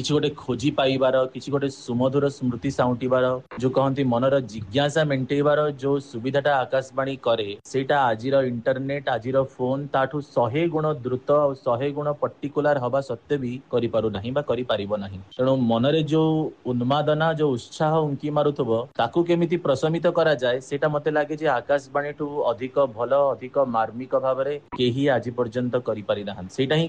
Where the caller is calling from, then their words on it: Puri, Odisha, India; ଶ୍ରୀକ୍ଷେତ୍ର ପୁରୀରୁ କହୁଛି।